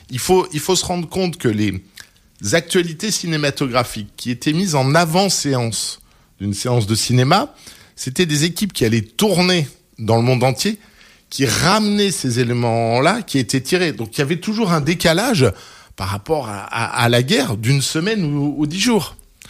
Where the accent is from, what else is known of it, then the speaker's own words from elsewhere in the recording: La Rochelle, Nouvelle-Aquitaine, France; je suis originaire de La Rochelle. Moi, le premier film que je l'ai vu au cinéma L'Olympia.